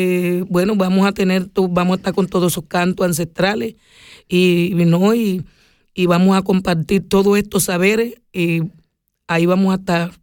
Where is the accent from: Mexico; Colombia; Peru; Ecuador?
Colombia; de mi madre, mi padre fueron músicos, mi madre fue una cantautora internacional, nacional, por todo Colombia